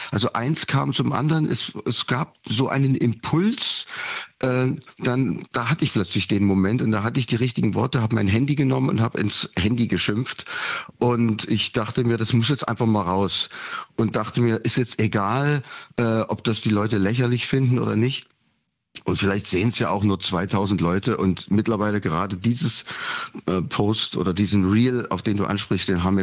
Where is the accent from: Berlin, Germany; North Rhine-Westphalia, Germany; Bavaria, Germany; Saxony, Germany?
Saxony, Germany; Leipzig; born there; als Ossi, der ich ja nun bin, ich bin gebürtiger Leipziger